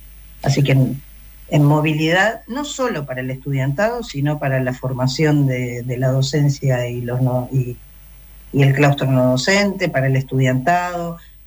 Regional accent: Rosario, Santa Fe, Argentina; born there; moved away as an adult; also born or lived in Patagonia / Caleta Olivia; now in Santa Cruz, Argentina; Sí, yo soy nacida en Rosario, ahí hice mis primeros estudios de profesorado de matemática y física, Y luego, cuando ya me vine para la Patagonia, ya por el 95, ya he vivido más tiempo en la Patagonia que en Rosario

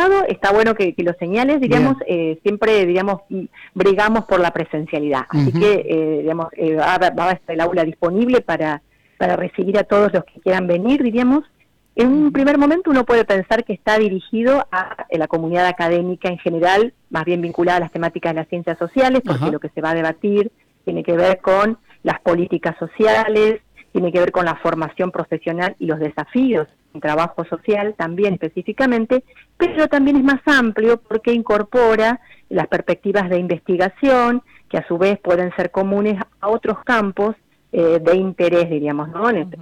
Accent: Villaguay, Entre Ríos, Argentina; yo soy de Villahuay, por ahí Villahuay, algo de costa del Uruguay

